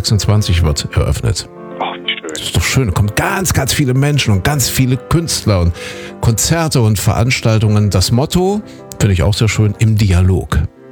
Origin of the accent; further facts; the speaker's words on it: Köthen, Saxony-Anhalt, Germany; born there; ich komme ja aus Kuhköthen, aus dem schönen Sachsen-Anhalt gebürtig.